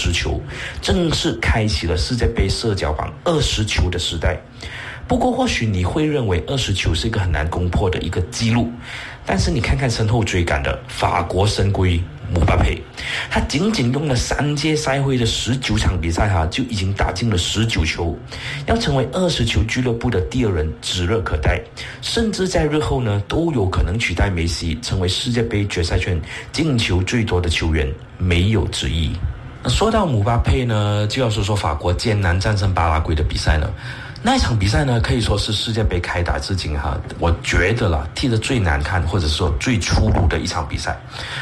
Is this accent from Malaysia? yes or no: yes; Seremban, Negeri Sembilan, Malaysia; 就连我家乡芙蓉的人口都多过他的这个国家